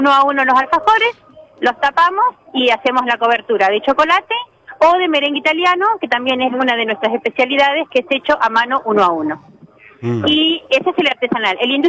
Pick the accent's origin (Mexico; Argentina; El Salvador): Argentina; Chivilcoy, Buenos Aires Province; Nosotros somos de Chivilcoy